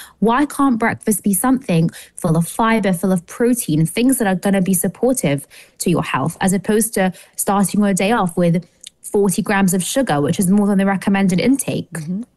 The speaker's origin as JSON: {"language": "English", "region": "London", "country": "United Kingdom", "moved": "yes", "said": "I'm from London originally, and the schooling's a little different."}